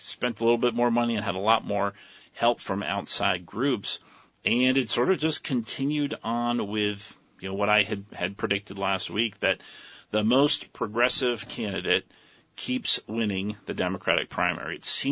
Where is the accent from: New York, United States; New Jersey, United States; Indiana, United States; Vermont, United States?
Vermont, United States; Brandon; And that's in my hometown of Brandon, Vermont, at the Neshabee Golf Club.